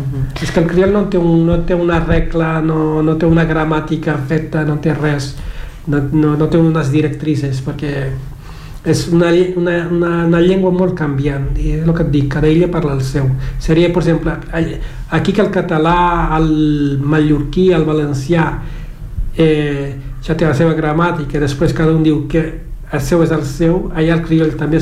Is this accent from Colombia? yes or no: no; Cape Verde; first language Cape Verdean Creole; Catalan is a second language; now in Barcelona, Spain